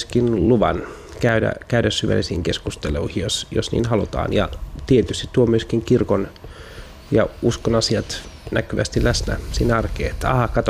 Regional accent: Sastamala, Pirkanmaa, Finland; mun lapsuudesta syvältä Satakunnan rintamailta, jossa vielä Jumalaa kunnioitettiin. Ja kasvoin siis nykyisen Sastamalan alueella ja siellä oikeastaan jo lapsena kummatkin vanhemmat oli maatalon kasvattaja.

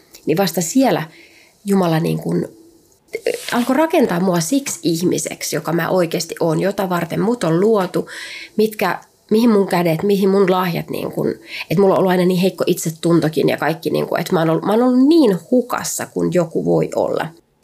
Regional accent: Outokumpu, North Karelia, Finland; Miehän olen Karjalasta kotoisin. Mm-hmm. Outokummussa synnyin perheen ainoaksi lapseksi

